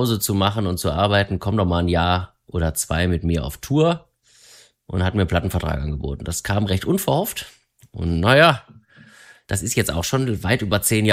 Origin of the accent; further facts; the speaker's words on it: Wuppertal, North Rhine-Westphalia, Germany; born there; now in Berlin, Germany; Liedermacher aus Berlin, gebürtiger Wuppertaler, aber seit vielen, vielen Jahren in Berlin, Jahrzehnten bald.